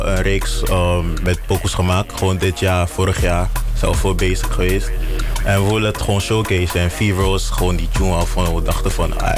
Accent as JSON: {"language": "Dutch", "town": "Ibadan", "region": "Oyo", "country": "Nigeria", "tie": "born or raised there", "moved": "yes", "said": "Ik maak afro-muziek en ik kom originally van Nigeria, Ibadan, geboren, getogen."}